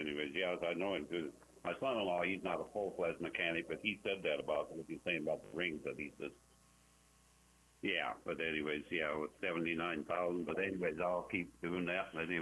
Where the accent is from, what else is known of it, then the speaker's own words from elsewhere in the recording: Menominee, Nebraska, United States; Menominee, Nebraska.